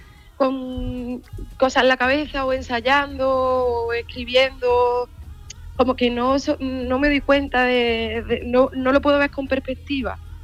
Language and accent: Spanish; Andalusia, Spain; siendo una niña andaluza